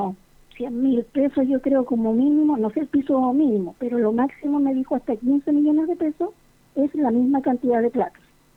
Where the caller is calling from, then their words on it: Quillota, Valparaíso, Chile; Zona rural de Quillota.